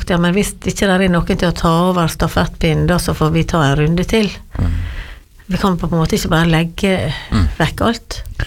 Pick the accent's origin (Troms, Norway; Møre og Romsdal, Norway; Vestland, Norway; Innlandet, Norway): Møre og Romsdal, Norway; Giske; also born or lived in Trondheim; Neida, men jeg sier noe det at jeg vokste opp på Giske da, selv om jeg var nesten 8 år før jeg kom dit, ja.